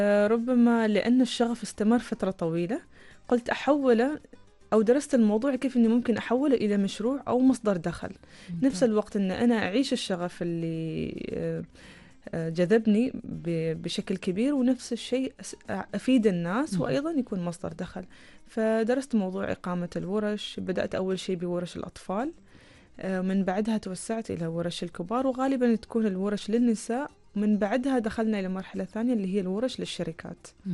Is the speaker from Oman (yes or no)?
yes; Oman; هنا عندنا في عمان.